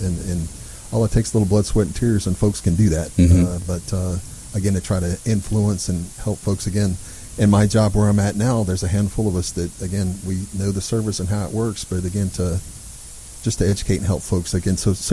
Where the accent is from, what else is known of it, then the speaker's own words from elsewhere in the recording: Texas, United States; I'm from Texas